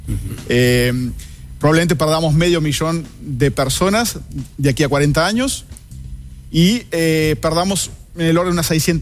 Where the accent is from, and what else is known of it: Uruguay